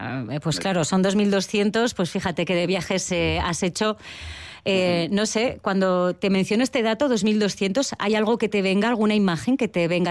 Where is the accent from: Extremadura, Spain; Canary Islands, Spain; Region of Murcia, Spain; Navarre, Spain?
Navarre, Spain; Yo que soy navarra y que me considero también de La Raga